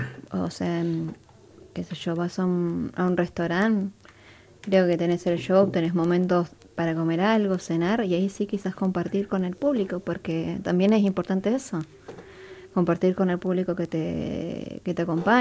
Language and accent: Spanish; Río Gallegos, Santa Cruz, Argentina; yo soy de Río Gallegos